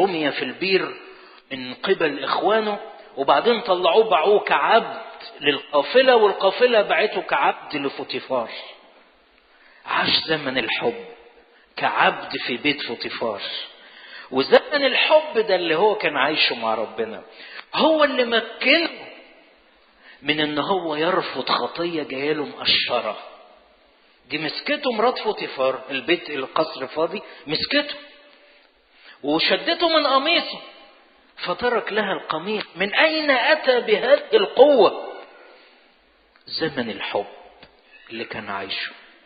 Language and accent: Arabic; Karak Governorate, Jordan; لأن مؤاب دي محافظة عندنا في الأردن اسمها الكرك، لسه موجودة لحد الآن